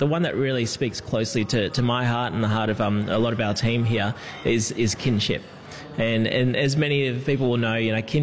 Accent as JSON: {"language": "English", "region": "Victoria", "country": "Australia", "said": "So I'm connected to the Wemba Wemba, Jadawai Jali, Wurugai and Gunditjmara Nation, so Western Victorian, and from New Island Province through my father in Papua New Guinea."}